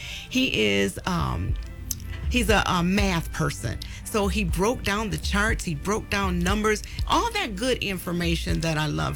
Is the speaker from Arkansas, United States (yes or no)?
yes; Bald Knob, Arkansas, United States; also born or lived in Little Rock, Arkansas; I was born in Little Rock, Arkansas. Grew up in Bald Knob, Arkansas, which is not very far from Little Rock.